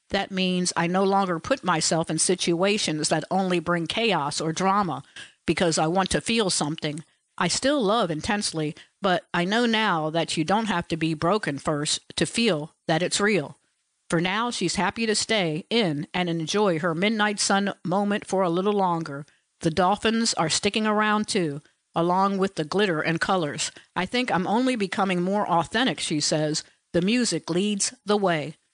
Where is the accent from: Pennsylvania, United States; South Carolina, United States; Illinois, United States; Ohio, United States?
Ohio, United States; Cleveland; moved away as an adult; now in New York City, United States; I moved from my hometown of Cleveland to New York City and started a job at Planned Parenthood.